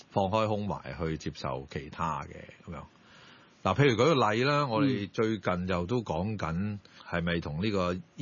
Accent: Hong Kong; 即係我哋香港長大

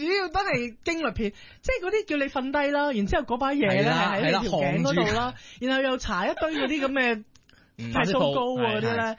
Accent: China; 都係我哋中國人。

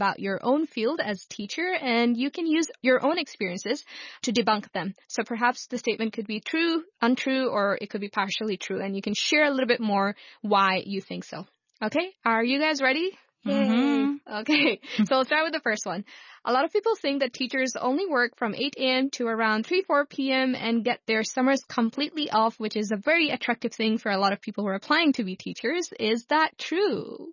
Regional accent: Hong Kong; and I feel like sometimes, especially growing up in Hong Kong, for me, I work with a lot of young students who are in Form 5 or Form 6

